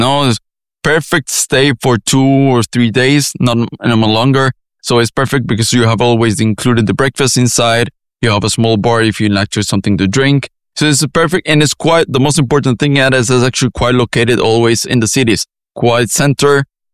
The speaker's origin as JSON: {"language": "English", "country": "Costa Rica", "accent": "Latin American", "moved": "yes", "lives_now": "Hamburg, Germany", "said": "I'm from the beautiful paradise country of Costa Rica in Central America"}